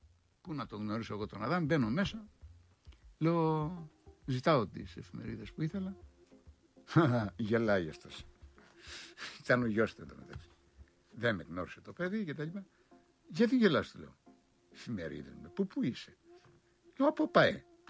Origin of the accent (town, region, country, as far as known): Crete, Greece; born or raised there